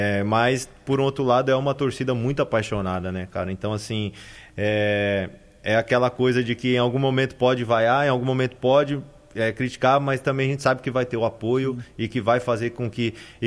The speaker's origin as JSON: {"language": "Portuguese", "town": "São Bernardo do Campo", "region": "São Paulo", "country": "Brazil", "lives_now": "Santo André, Brazil", "said": "Sou de São Paulo, né? Na verdade, sou de São Bernardo, nasci em São Bernardo, mas hoje resido em Santo André."}